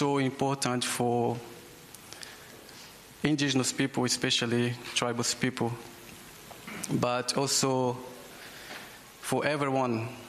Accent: Acre, Brazil; English is a second language; people think that I come from Peru, Bolivia, Mexico. But yes, I come from the Yawanawa tribe in the Amazon rainforest. I would like to say just some few words in my language

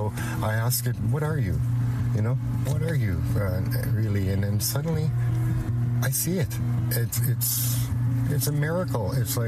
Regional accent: Fort Smith, Northwest Territories, Canada; also born or lived in Uranium City, Saskatchewan; I'm from the South Slave region of the Northwest Territories called Fort Smith. It's right on the edge of Wood Buffalo Park, and the Slave River is there.

